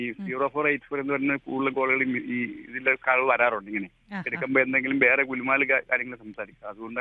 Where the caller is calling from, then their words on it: Thuravoor, Kerala, India; ഇത് സ്ഥലം തുറവൂര്, ചേർത്തല തുറവൂർ